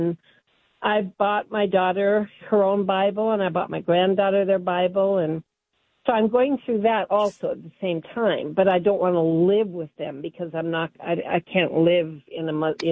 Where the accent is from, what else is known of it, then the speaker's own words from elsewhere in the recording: Seattle, Washington, United States; I'm 71 years old. I was raised in Seattle, and I was part of we had a Jesus movement way back when I was 16 up here in Seattle